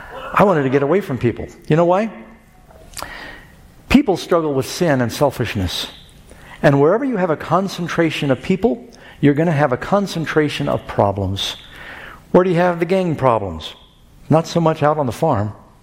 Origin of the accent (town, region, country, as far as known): New York City, New York, United States; born or raised there; also born or lived in Los Angeles / Miami